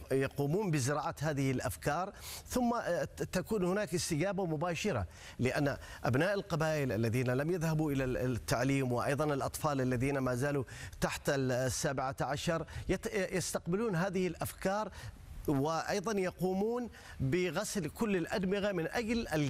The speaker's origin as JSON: {"language": "Arabic", "country": "Yemen", "said": "نحن مواطنين يمنيين"}